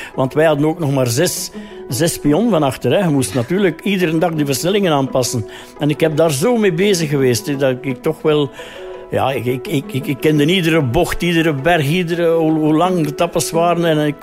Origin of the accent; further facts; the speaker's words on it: Meire, Flanders, Belgium; aan het café van mijn broer in Meren. Mijn geboortedorp. En ik woonde daar echt over. Ik woonde daar.